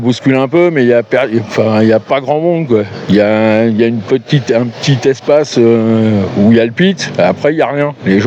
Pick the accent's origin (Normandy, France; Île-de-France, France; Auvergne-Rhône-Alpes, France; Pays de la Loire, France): Normandy, France; Cherbourg; Ouais, je viens de Cherbourg, dans la Manche.